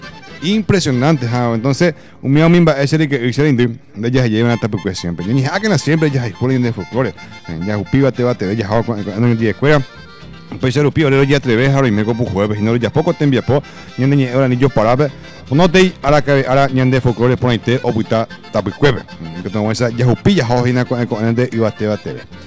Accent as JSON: {"language": "Spanish", "country": "Paraguay", "said": "nuestro querido país Paraguay"}